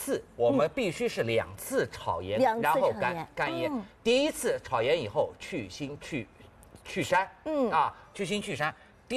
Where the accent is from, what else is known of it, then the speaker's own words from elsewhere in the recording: Shanghai, China; 阿拉上海人讲吃咸鸡啊，一定要皮脆